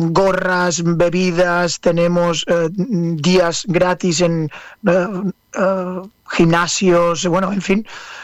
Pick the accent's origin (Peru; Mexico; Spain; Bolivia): Spain; Es decir, que somos los españoles somos sí.